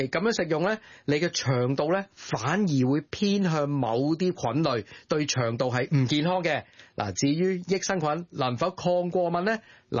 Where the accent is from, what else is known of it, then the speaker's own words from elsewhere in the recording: China; 即系我哋中国人最中意食嗰啲乜嘢啊，芝麻糊啊、杏仁糊啊、花生糊嗰啲咧